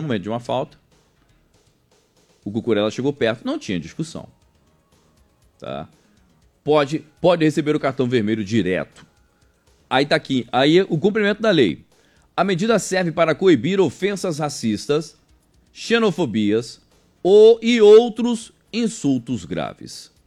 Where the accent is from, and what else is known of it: Brazil